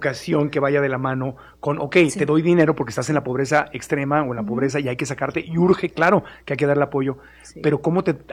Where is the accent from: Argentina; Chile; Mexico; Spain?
Mexico; uno como mexicano